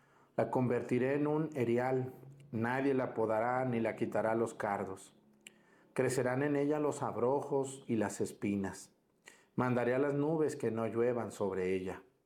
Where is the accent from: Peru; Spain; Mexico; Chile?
Mexico; Mesticacán, Jalisco; allá en mi pueblo, en Mesticacán, pueden ir.